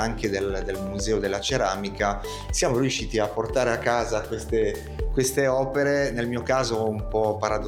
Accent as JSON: {"language": "Italian", "region": "Liguria", "country": "Italy", "said": "Sono ligure, quindi bene o male quando non ho una commissione precisa poi finisco sempre per parlare del mare"}